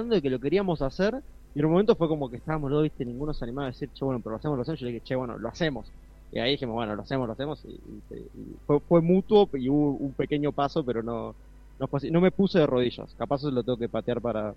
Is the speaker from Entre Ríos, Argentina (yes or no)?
yes; Paraná, Entre Ríos, Argentina; moved away as an adult; now in Córdoba, Argentina; Yo soy cordobés, nací acá en Córdoba, pero viví toda mi vida en Paraná, Entre Ríos